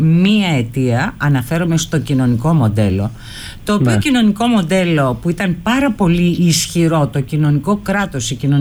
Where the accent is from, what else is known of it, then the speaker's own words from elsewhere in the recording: Greece; η κατάσταση που βιώνουμε εμείς εδώ ως Έλληνες πολίτες, αλλά είμαστε και πολίτες της Ευρώπης